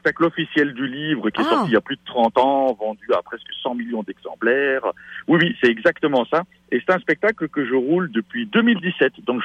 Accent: Quebec, Canada; accent: Québécois; ben tu peux entendre à mon accent que je suis québécois

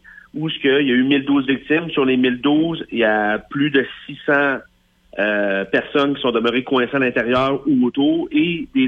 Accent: Quebec, Canada; now in Rimouski, Canada; Je suis un gars du bas du fleuve

